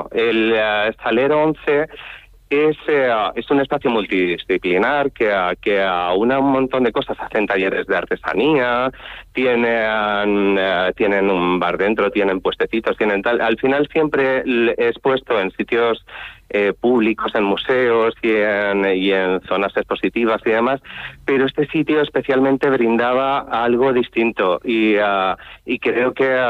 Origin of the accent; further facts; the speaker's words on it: Toledo, Castilla-La Mancha, Spain; also born or lived in Madrid; yo soy originario de Madrid, nacido en Madrid, aunque yo siempre digo que soy de Toledo, toda mi familia es toledana y yo me he criado ahí en Toledo.